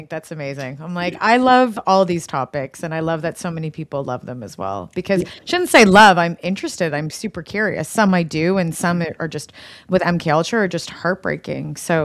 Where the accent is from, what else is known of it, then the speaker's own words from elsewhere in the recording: Canada; I'm Canadian.